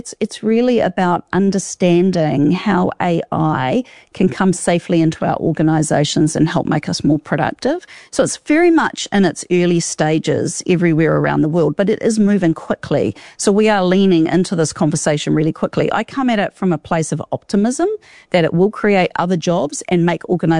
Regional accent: New Zealand; born there; the human connection that we grew up with in New Zealand many years ago

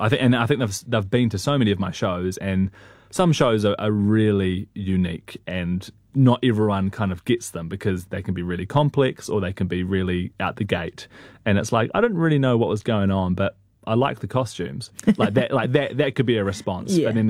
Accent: New Zealand; accent: New Zealand; And the music I had to perform was in a New Zealand accent. And so I was singing along to like current pop songs in my New Zealand accent.

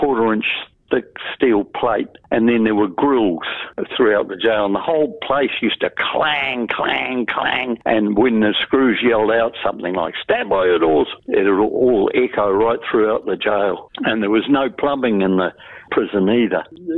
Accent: Auckland, New Zealand; I was from Auckland and I'd driven past the prison many, many times

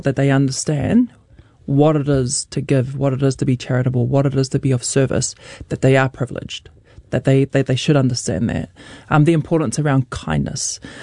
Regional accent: Mangere, Auckland, New Zealand; born or raised there; also born or lived in Rotorua

